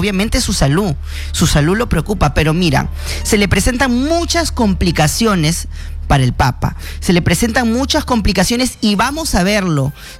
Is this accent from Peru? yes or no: yes; Peru; nos preocupan como peruanos.